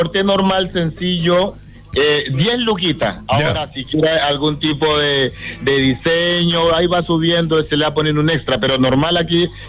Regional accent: Buenaventura, Valle del Cauca, Colombia; moved away as an adult; now in Chile; Yo soy de Buenaventura, el primer puerto sobre el nivel del mar, cerca de Cali. Es un puerto.

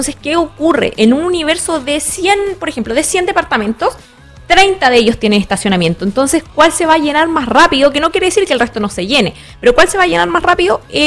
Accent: Chile; los turistas nos hacen bien como chilenos.

